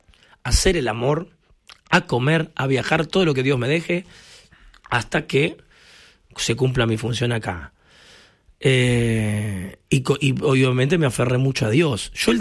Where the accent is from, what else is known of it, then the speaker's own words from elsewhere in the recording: Argentina; Bueno, yo soy muy argentino.